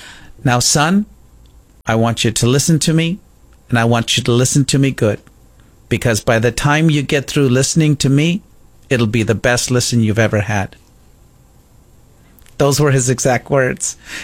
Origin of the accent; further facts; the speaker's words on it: Wilmington, California, United States; I grew up in a small town called Wilmington, and that is in Southern California. Some of the larger bordering cities would be Carson and San Pedro and Lomita. So, yeah, I grew up in Wilmington, California, the heart of the harbor.